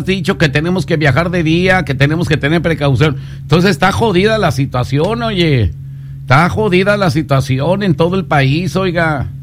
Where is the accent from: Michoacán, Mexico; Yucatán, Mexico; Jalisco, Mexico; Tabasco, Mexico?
Jalisco, Mexico; Ciudad Guzmán; A ver, dime, mi pueblo, Ciudad Guzmán, Jalisco, ¿hay delincuencia allá? ¿Hay extorsiones? ¿Hay narcos? En mi pueblo allá en Ciudad Guzmán, Jalisco.